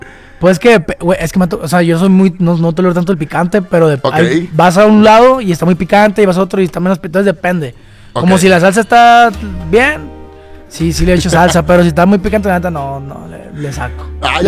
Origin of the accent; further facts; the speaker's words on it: Mexicali, Baja California, Mexico; moved away as an adult; now in Guadalajara, Mexico; Soy de Mexicali, pero vivo aquí hace 5 años